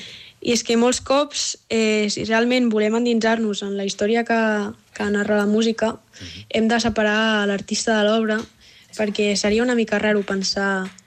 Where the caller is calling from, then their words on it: Sabadell, Catalonia, Spain; Hola, Bunkers. Ei. Soc … de Sabadell.